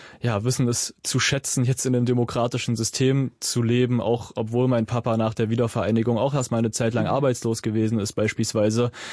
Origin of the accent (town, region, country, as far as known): East Germany, Germany